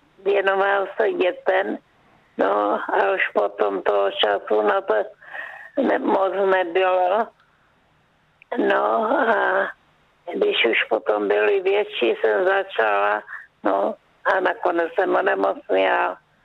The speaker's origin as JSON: {"language": "Czech", "region": "Olomouc Region", "country": "Czechia", "tie": "born or raised there", "said": "A Váchy, to je moje rodiště, naše se přestěhovali po válce 45. na Jeseníky, tak jsem tam vyrůstala."}